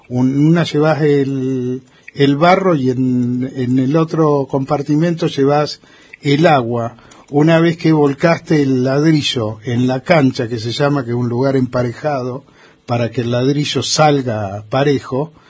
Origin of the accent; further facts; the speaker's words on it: San Andrés de Giles, Buenos Aires Province, Argentina; Adrián Maggi, que es de mi pueblo, de San Andrés de Giles